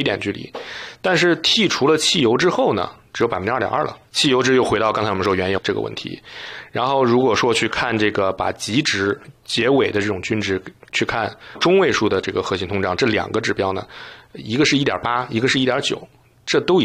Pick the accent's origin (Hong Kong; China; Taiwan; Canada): Canada; 咱们加拿大人